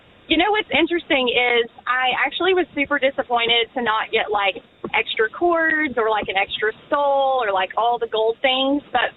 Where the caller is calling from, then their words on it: Georgia, United States; I live just north of Atlanta